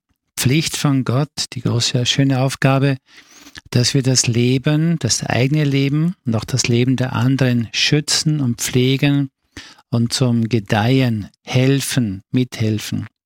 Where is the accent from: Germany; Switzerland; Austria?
Austria; Vorarlberg; moved away; ich war zu Hause in meiner Heimat und bin ein Vorarlberger